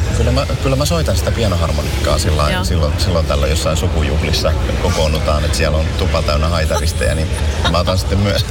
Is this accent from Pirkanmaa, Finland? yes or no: yes; Tampere, Pirkanmaa, Finland; also born or lived in Ylöjärvi; mä olen siis Tampereelta kotoisin ja Ylöjärvellä vaikuttanut suurimman osan elämästäni